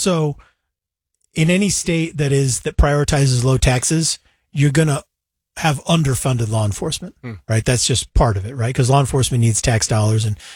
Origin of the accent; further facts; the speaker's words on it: Salt Lake City, Utah, United States; maybe this is just me defending my hometown